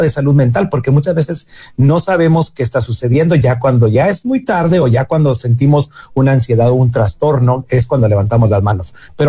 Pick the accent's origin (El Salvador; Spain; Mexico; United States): Mexico; para nosotros como mexicanos muchas veces este tipo de tema es algo de tabú, ¿verdad?